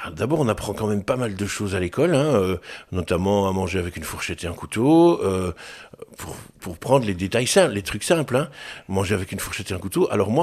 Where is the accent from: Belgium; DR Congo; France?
Belgium; Charleroi, Wallonia; also born or lived in Gosselies / Braine-le-Comte; now in Marcinelle, Belgium; Je suis né à Gosselies. Et donc, j'ai vécu à Jumet pendant une bonne vingtaine d'années. Puis, je suis arrivé à Marcinelle. Puis, j'ai déménagé pour la Brenne-le-Comte. Et puis, je suis revenu à Marcinelle.